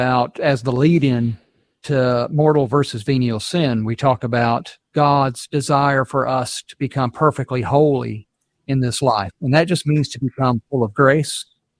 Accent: Tennessee, United States; I'm from Tennessee

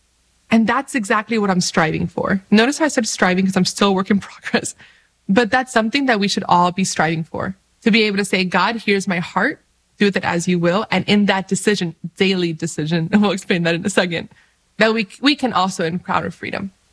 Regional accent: Dominican Republic; I'm Dominican from the Dominican Republic, but I'm also Arabic. And my grandfather was raised in Bethlehem, you know, where Jesus was born.

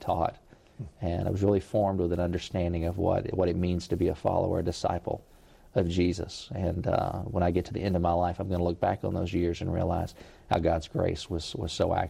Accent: Lexington, Kentucky, United States; My background, growing up in Lexington, I'm in my hometown. I grew up going somewhat sporadically to Baptist churches.

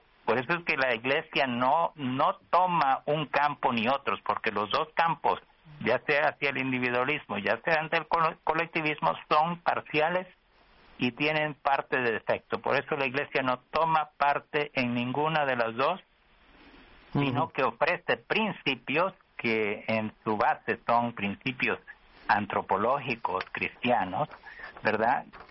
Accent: Nicaragua; Porque yo lo comprendí incluso estando, yo soy de Nicaragua, ¿no?

